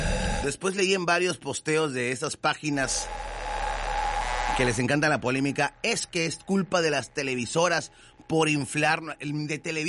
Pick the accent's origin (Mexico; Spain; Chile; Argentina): Mexico